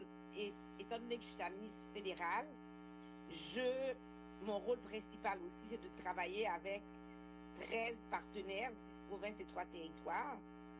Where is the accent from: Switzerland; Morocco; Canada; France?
Canada; Quebec; Parce que quand je suis arrivée comme ministre en tant que Québécoise